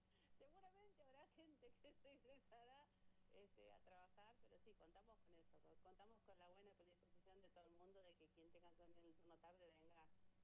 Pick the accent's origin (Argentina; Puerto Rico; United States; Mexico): Argentina; porque somos todos argentinos